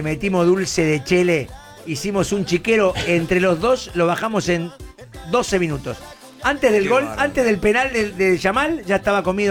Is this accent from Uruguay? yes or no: no; Argentina; Pero viste cómo somos los argentinos.